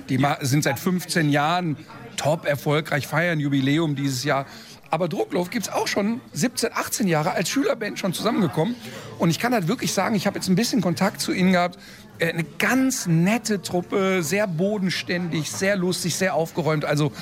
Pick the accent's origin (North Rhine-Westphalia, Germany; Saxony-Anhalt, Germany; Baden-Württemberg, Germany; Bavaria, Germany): North Rhine-Westphalia, Germany; now in Cologne, Germany; aber ich komme ja hier vom linken Niederrhein. Also ich bin ja hier aufgewachsen, ich bin hier geboren in der Region. Mein Vater lebt noch hier, ich habe Freunde, die hier leben.